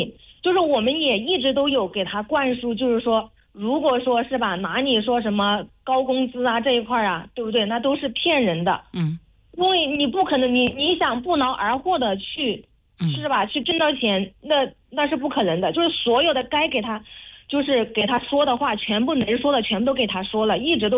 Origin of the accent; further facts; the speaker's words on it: Xiaochang, Hubei, China; 我们老家是湖北孝感孝昌的。